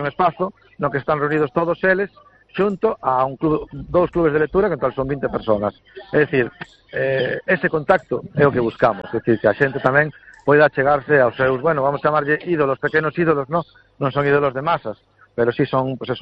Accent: Bañobre, Galicia, Spain; eu digo polo meu pueblo, non, Bañobre, quer dicir, non somos nin concello, temos unha verbena, non?

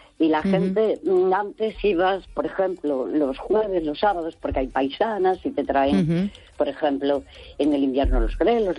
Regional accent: Santiago de Compostela, Galicia, Spain; born or raised there

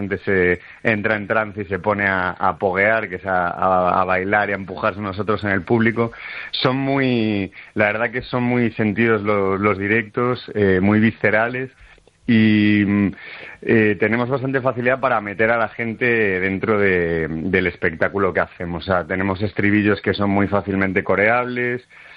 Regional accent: A Coruña, Galicia, Spain; somos los dos de Coruña

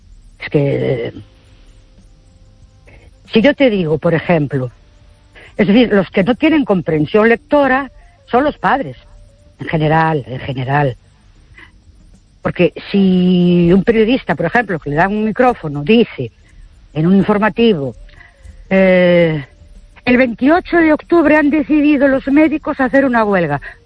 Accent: Ourense, Galicia, Spain; Buenas noches … de Ourense.

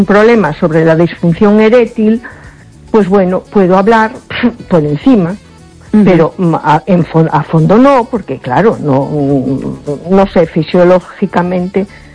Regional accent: A Coruña, Galicia, Spain; Hola, buenas noches. … de Coruña.

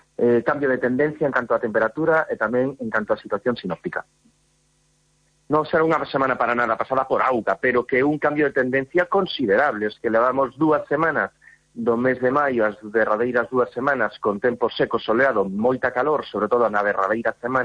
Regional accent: Galicia, Spain; pero non debería de sorprendernos como galegos.

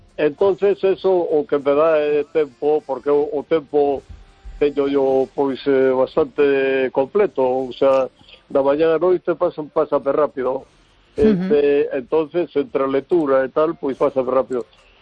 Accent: Vigo, Galicia, Spain

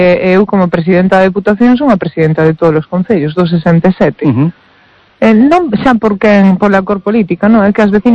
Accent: Burela, Galicia, Spain; para min pois son de Burela igual que son eu

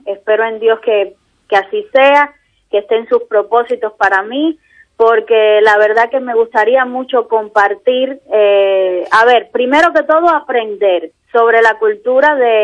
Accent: Sancti Spíritus, Cuba; moved away as an adult; now in Santiago de Compostela, Spain; allá también en la ciudad espirituana, porque soy del centro de Cuba.

